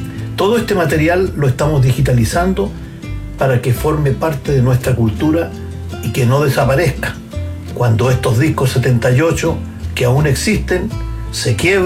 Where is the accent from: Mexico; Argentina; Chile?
Chile